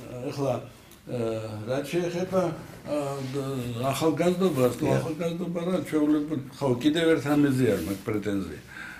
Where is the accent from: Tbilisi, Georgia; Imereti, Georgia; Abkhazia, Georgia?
Tbilisi, Georgia; born there; also born or lived in Guria; ძველი თბილისელი ვარ. ჩემ სოფელი თბილისია.